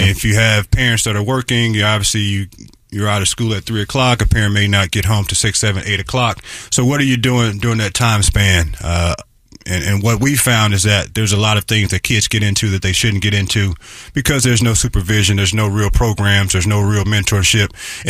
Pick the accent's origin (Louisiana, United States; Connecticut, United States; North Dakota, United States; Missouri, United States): Missouri, United States; St. Louis; I'm from St. Louis, so everywhere I go, we talk about St. Louis